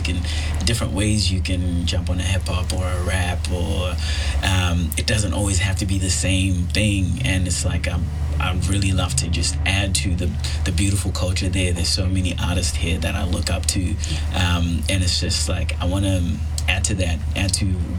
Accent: Zimbabwe; Everyone who I talk to and I tell them I'm from Zimbabwe, they're always like, I've got a friend from Zimbabwe.

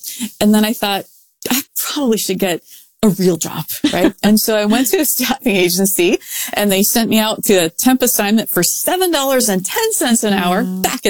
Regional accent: Pennsylvania, United States; I spent the first 10 years of my life in Pennsylvania, grew up in the Pocono Mountains.

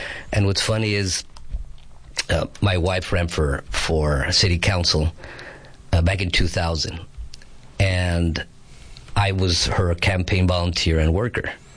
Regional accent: Imperial, California, United States; moved away as an adult; also born or lived in Calexico, California / El Centro, California; now in San Luis, United States; I grew up in Imperial Valley. I graduated from Imperial High School, 1984. And then I came to Arizona, to San Luis, in 1986.

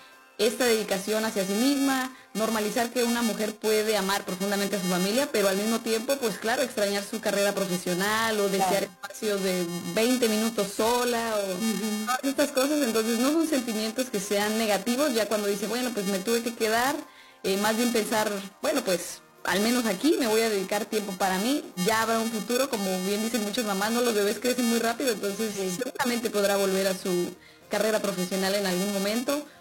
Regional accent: Mexico; como latinos, como mexicanos

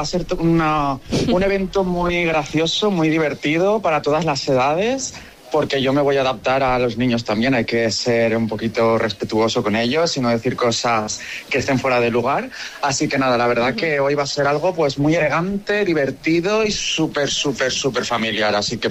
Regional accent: Alzira, Valencian Community, Spain; yo soy de Alcira

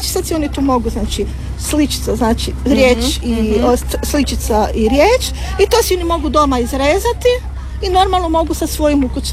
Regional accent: Zagreb, City of Zagreb, Croatia; sa kolegicom Gordanom Plavšić. Ja sam, mislim, došla iz Zagreba, a kolegica Plavšić je došla iz Pule.

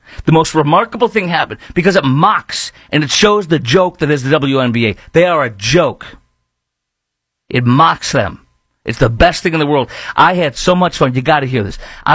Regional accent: Chicago, Illinois, United States; I was filling into my hometown of Chicago

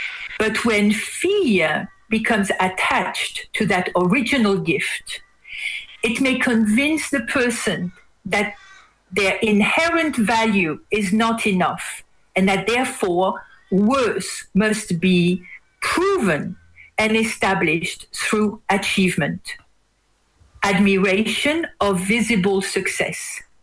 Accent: Auvergne-Rhône-Alpes, France; now in Australia; So as my accent gives away, I am originally French. I was born near Switzerland, near Geneva. I worked for many years at the UN. And in my 40s, I moved to Australia, where I now live near Brisbane.

